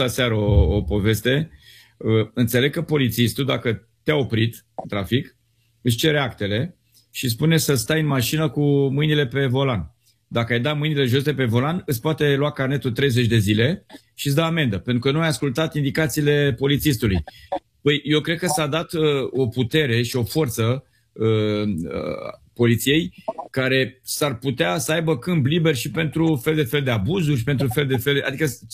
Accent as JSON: {"language": "Romanian", "country": "Romania"}